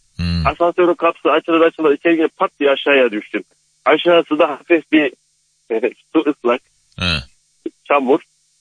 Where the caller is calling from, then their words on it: Istanbul, Turkey; ben İstanbul'dan arıyorum.